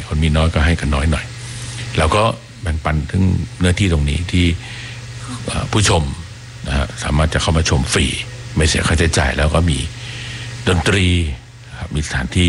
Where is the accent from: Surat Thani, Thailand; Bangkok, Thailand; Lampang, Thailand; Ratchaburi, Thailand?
Bangkok, Thailand; ก็ตอนไปอยู่กันกับน้องสาวซึ่งเราก็เป็นเด็กกรุงเทพนะฮะที่มีไฟฟ้าแล้วแล้วก็มีโทรทัศน์ดู